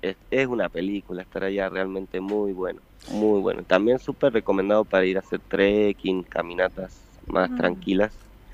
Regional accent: Argentina; somos 12 los argentinos que han subido el Lhotse

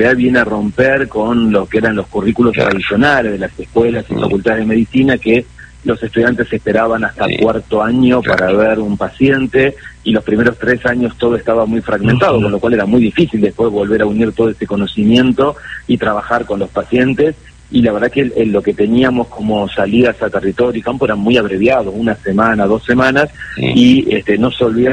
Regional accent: Buenos Aires Province, Argentina; Yo nací en Capital, viví siempre en el conurbano bonaerense, claro.

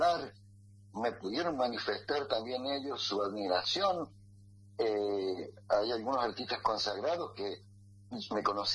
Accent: San José de Jáchal, San Juan, Argentina; yo soy de Cacha

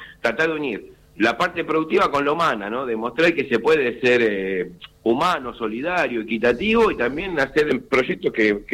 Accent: Aldo Bonzi, Buenos Aires Province, Argentina; Yo soy de La Matanza, de Aldo Bonzi, y estoy muy marcado por

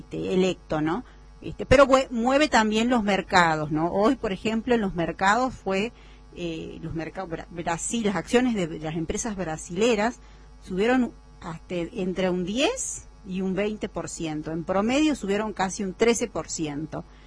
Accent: Argentina

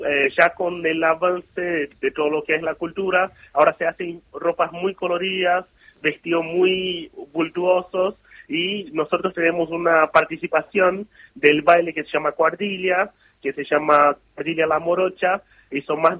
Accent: Brazil; Spanish is a second language; moved away as an adult; now in Buenos Aires, Argentina; yo, por ejemplo, que toda mi infancia, adolescencia, viví en Brasil

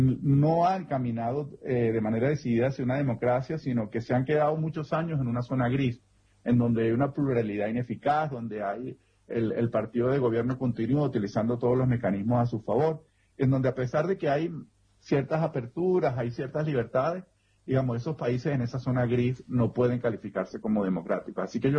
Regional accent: Venezuela; moved away

